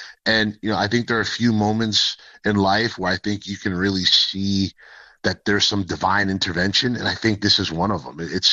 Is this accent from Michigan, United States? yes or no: no; Florida, United States; Obviously, I grew up playing in South Florida, so Miami, Homestead, all these areas, Kendall, where it was heavy Spanish speaking.